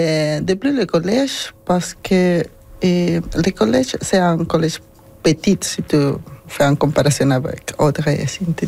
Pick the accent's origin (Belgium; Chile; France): Chile; Santiago, Santiago Metropolitan Region; moved away as an adult; now in Prince Edward Island, Canada; Oui, je viens de la grande ville de Santiago. Tu peux comprendre que c'est vraiment différent.